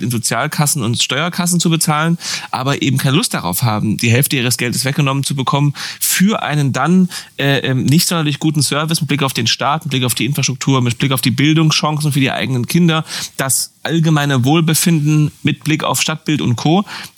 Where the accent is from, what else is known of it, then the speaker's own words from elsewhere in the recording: Berlin, Germany; Als Berliner. Ich kann es verstehen.